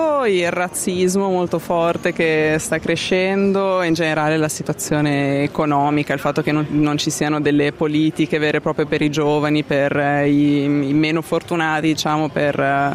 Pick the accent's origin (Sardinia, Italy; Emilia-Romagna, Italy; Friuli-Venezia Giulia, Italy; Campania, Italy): Emilia-Romagna, Italy; Bologna; sono nata e cresciuta a Bologna, ho 31 anni e sono sempre stata qua anche per gli studi, quindi proprio nata e cresciuta qui.